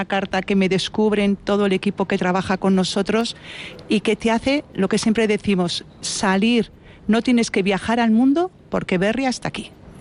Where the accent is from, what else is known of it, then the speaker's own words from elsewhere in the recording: Vitoria, Basque Country, Spain; Pues a ver, yo soy de Vitoria, de una familia totalmente de estar en la calle, poteando y bueno, y disfrutando de vinos.